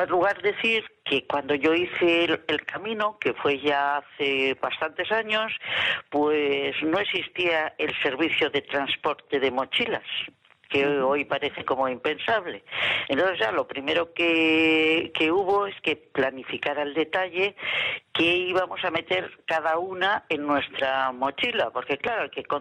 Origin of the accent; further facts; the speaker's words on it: Vigo, Galicia, Spain; yo soy de Vigo, cogemos el tren y luego un autobús hasta que llegamos, pues como digo, a Samos.